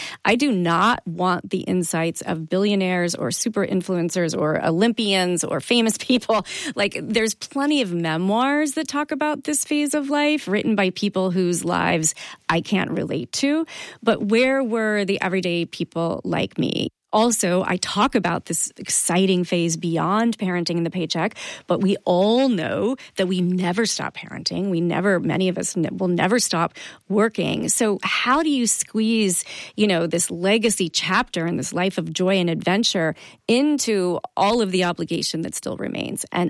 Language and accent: English; Kentucky, United States; I grew up in Kentucky and went to Churchill Downs, which is the home of the Kentucky Derby.